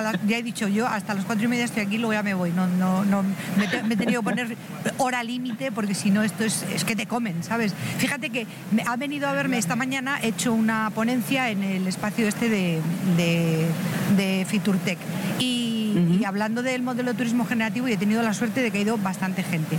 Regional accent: Castile and León, Spain; Luego he ido al stand de Castilla y León, que también muy grande, hombre, es mi tierra, como no

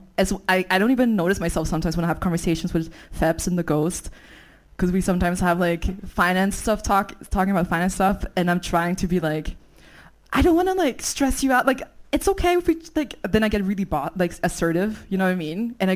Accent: Vienna, Austria; I'm from Vienna.

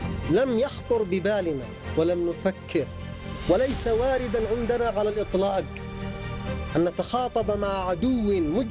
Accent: Yemen; نحن كشعب يمني في منطلقنا الإيماني وثقافتنا القرآنية ننطلق في إطار المواصفات القرآنية

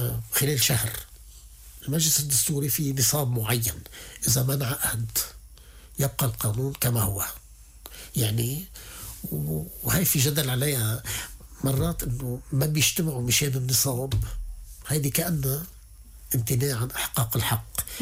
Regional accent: Lebanon; عندنا بلبنان

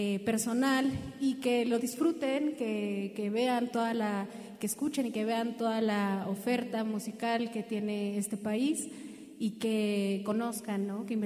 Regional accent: Mexico City, Mexico; Nosotros somos … somos de aquí de la Ciudad de México

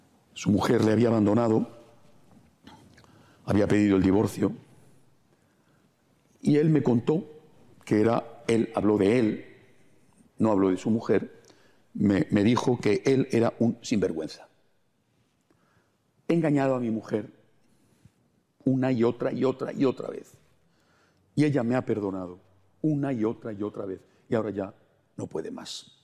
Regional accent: Spain; En mi país, en España, no teníamos niños.

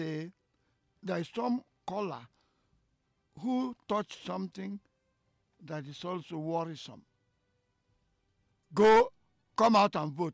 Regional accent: Nigeria; I'm a Nigerian and I want to be a Nigerian.

